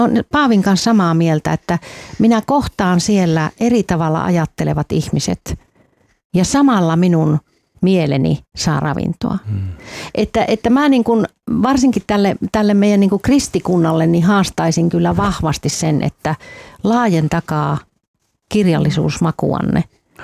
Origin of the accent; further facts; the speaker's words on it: Helsinki, Uusimaa, Finland; En minä muista täällä, kun mä aina olen helsinkiläinen.